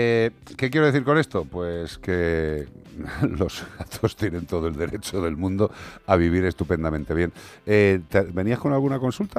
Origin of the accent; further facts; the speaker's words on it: Galicia, Spain; igual que me siento español, igual que me siento gallego